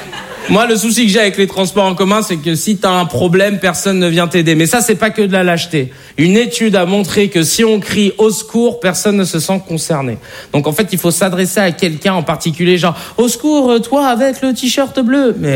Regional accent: Paris, Île-de-France, France; Je vais me présenter très rapidement. Vous savez, j'ai grandi à Paris dans le 19e, et ensuite j'ai déménagé dans une ville qui s'appelle Arcueil, au sud de Paris.

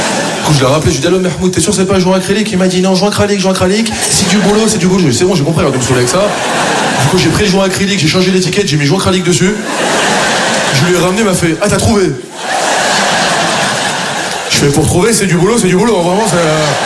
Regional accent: France; suis fier d'être français, moi aussi. Je suis fier d'être français

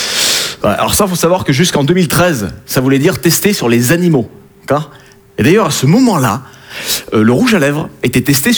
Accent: south of France, France; je viens du sud de la France

